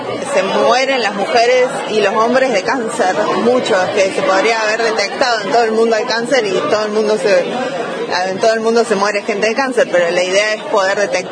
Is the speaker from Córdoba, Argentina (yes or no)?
yes; Córdoba, Argentina; moved away as an adult; now in Esquel, Argentina; Yo soy de Córdoba, hace 15 años que vivo acá en Esquel.